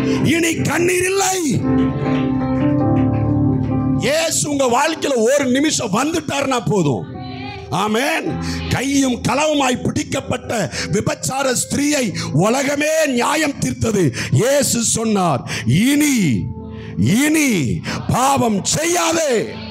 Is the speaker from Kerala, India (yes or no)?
yes; Kerala, India; born or raised there